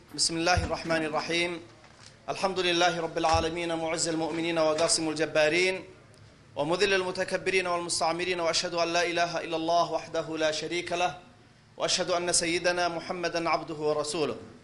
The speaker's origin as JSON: {"language": "Arabic", "country": "Yemen", "said": "نحن في اليمن"}